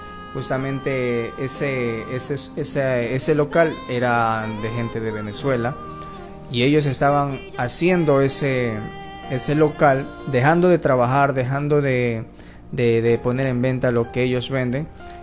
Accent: Ecuador; como ecuatorianos que somos

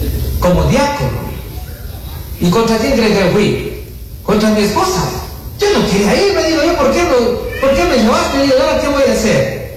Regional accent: Pastaza, Ecuador; vengo de la provincia de Pastaza, soy pastor de la iglesia bautista Jesed

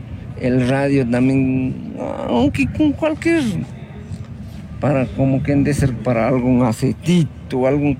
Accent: Tixán, Chimborazo, Ecuador; Sale de la comunidad, yo soy de la Selveria, Tixán.

